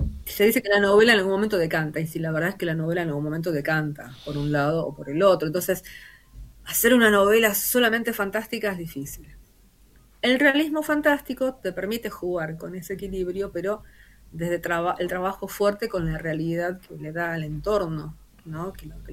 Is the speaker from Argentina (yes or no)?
yes; Argentina; cuántos millones somos de argentinos